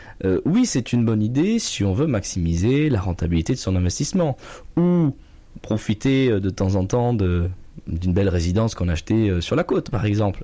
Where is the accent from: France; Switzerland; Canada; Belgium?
France; Pays de la Loire; Vous avez cité que je viens de l'île de Noirmoutier.